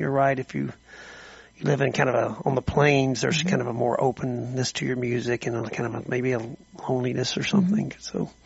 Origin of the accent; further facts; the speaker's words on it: Oklahoma, United States; born there; moved away as an adult; also born or lived in Texas; now in Austin, United States; Yeah, I kind of consider myself from Oklahoma, although I was born in Texas, but I lived in Oklahoma for, you know, about half my life. But I've been in Austin now for about 20 years, so I'm kind of a Texoman, I would say.